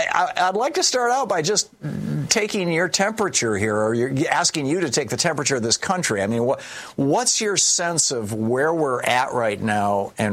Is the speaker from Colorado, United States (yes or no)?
no; Lansing, Michigan, United States; I always assumed that the racists that I knew when I grew up in Lansing, Michigan, the people who just casually used the N-word